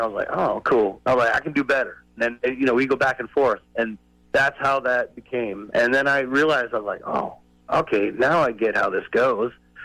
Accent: Maine, United States; I'm just from Maine. I'm here. I'm a singer.

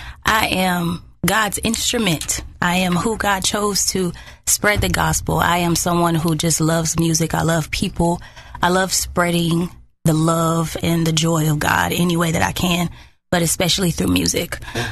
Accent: Anderson, South Carolina, United States; also born or lived in Greenville, United States / Augusta, United States; I spent most of my years in Anderson and Greenville, South Carolina.

